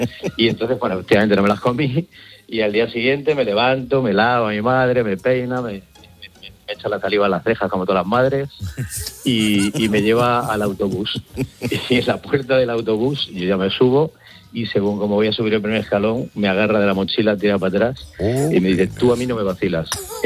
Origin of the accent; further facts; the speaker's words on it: Leganés, Community of Madrid, Spain; Mi caso es fácil. Soy de Leganés, de la zona sur, familia muy humilde, mi padre era albañil.